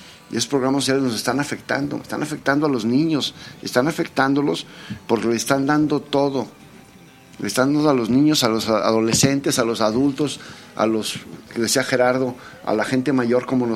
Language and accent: Spanish; Mexico; cosas que de veras necesitemos los mexicanos